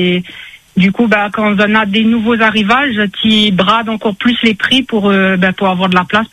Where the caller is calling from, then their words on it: Grand Est, France; Moi, je suis en Alsace.